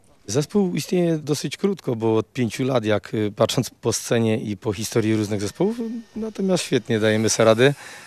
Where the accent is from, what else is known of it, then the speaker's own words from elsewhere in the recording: Szaflary, Lesser Poland, Poland; Pochodzę ze Saflor, z Szaflar, spod Zakopanego.